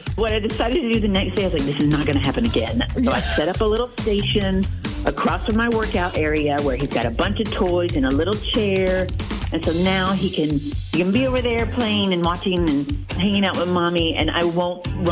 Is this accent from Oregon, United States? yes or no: yes; Oregon, United States; I'm from Oregon.